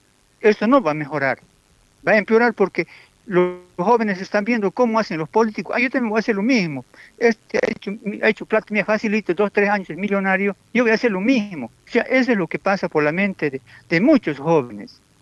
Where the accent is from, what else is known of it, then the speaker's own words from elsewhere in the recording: Tarija, Bolivia; Yo reclamo lo de Tarija porque soy chapaco, soy tarijeño.